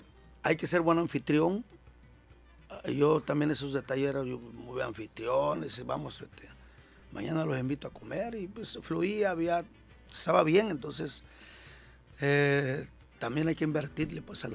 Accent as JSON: {"language": "Spanish", "town": "Acapulco", "region": "Guerrero", "country": "Mexico", "said": "no, yo soy allá de Guerrero, soy de allá de Acapulco, de un municipio."}